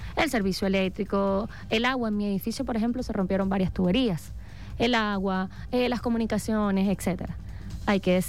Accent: Venezuela; de lo que verdaderamente somos los venezolanos y las venezolanas, de nuestra identidad

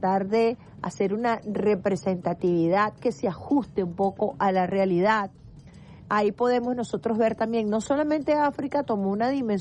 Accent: Venezuela

